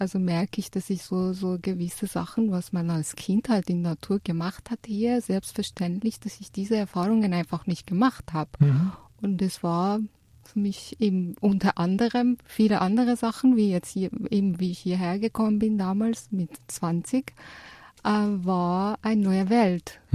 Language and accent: German; Tehran, Tehran Province, Iran; German is a second language; moved away as an adult; now in Tyrol, Austria; Ja, geboren und aufgewachsen bin ich in Teheran, in Iran.